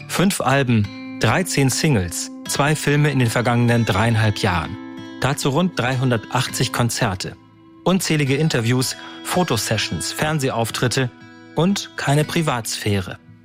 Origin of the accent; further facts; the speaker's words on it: Bredstedt, Schleswig-Holstein, Germany; auf der Realschule in meiner Heimatstadt Bredstedt in Nordfriesland